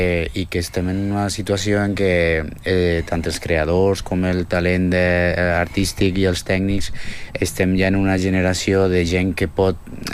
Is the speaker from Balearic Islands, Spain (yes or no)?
yes; Balearic Islands, Spain; accent: Valencian; No, jo que tinc accent més valencià, enjambre, però jo soc